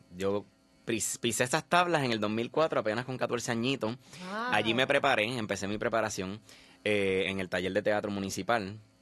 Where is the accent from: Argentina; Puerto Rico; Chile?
Puerto Rico; Juncos; mi pueblo, mi corazón, mi pequeño París, que así le decimos a Junco, mi pequeño París